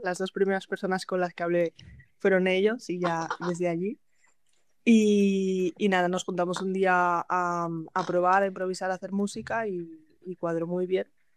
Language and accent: Spanish; Galicia, Spain; yo soy gallega